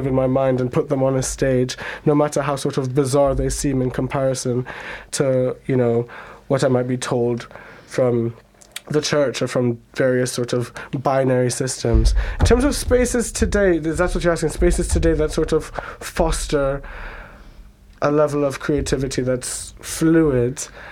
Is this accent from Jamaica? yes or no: yes; Jamaica; so I grew up in Jamaica, and first I want to send thoughts and prayers to everybody on the island because of the Hurricane Melissa that just went through it.